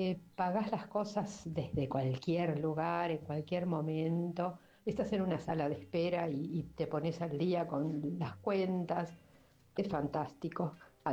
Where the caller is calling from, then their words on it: Adrogué, Buenos Aires Province, Argentina; soy de Adrogué